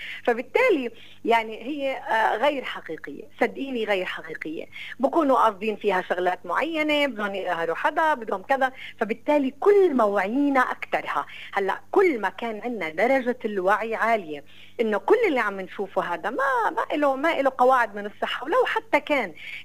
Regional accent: Palestine; إحنا كفلسطينيين

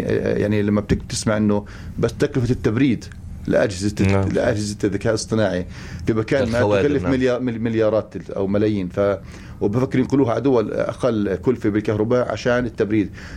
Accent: Palestine; عندنا في فلسطين

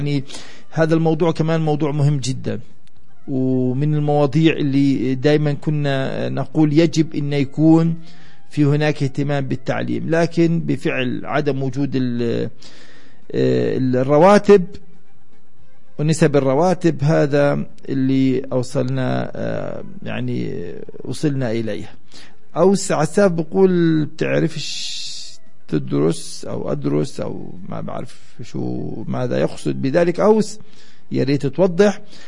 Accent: Palestine; كفلسطينيين نعيش على هذه الأرض

